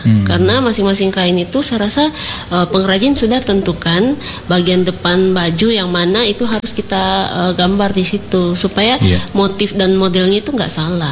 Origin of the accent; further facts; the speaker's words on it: South Sulawesi, Indonesia; now in Makassar, Indonesia; Saya anak Toraja, tapi gak tinggal di Toraja.